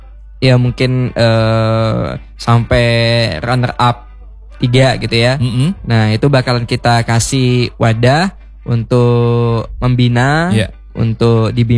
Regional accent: Siak Kecil, Riau, Indonesia; now in Pekanbaru, Indonesia; Kalau aku asalnya memang dari Siak Kecil Bengkalis.

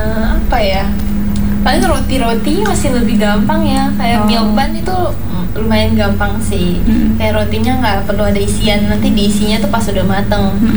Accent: Fakfak, West Papua, Indonesia; Ya, asli Fak-Fak sih. Ya, mama-papa dari dulu udah di Fak-Fak ya, Cik. Jadi, mau dibilang asli Fak-Fak ya asli Fak-Fak. Udah lahir besar di sini gitu kan. Kalau usianya aku 23.

